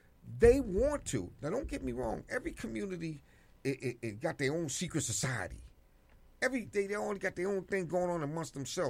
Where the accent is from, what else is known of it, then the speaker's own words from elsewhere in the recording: New York, United States; I grew up in Harlem. I'm telling you, I never heard a Spanish voice in my life. I grew up on 142nd Street in Lenox Avenue.